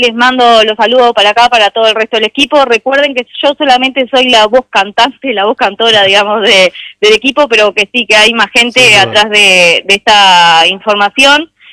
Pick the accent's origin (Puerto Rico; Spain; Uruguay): Uruguay; Canelones; somos de Canelones igualmente, pero bueno, tenemos que venir a trabajar igual.